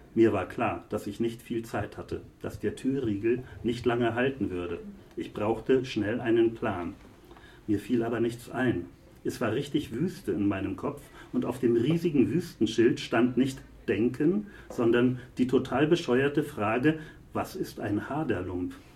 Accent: Northern Germany, Germany; Ich fremde ja als Norddeutscher mit solchen Begriffen sehr.

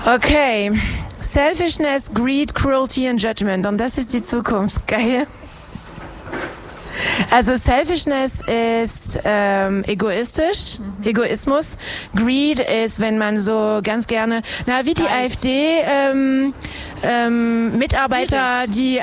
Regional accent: France; German is a second language; Ich bin Französin. Ich hab's jetzt gesagt.

